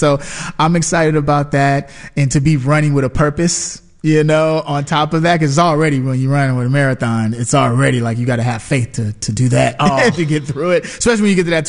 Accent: Chicago, Illinois, United States; I got to do Chicago, you know, my hometown, just to be here, see the city, see the people

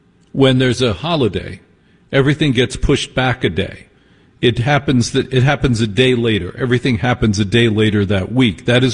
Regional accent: Maplewood, United States; In the town I grew up in Maplewood, you were not allowed to put those cans in the driveway or on the curb.

